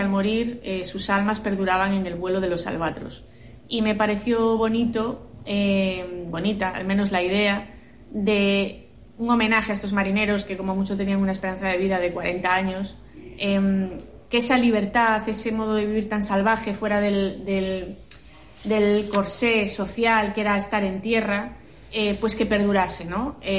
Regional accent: Galicia, Spain; yo desconocía como gallega

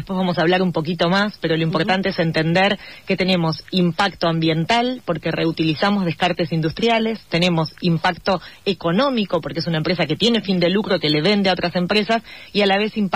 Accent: Macachín, La Pampa, Argentina; moved away; al haber nacido en un pueblo muy chico

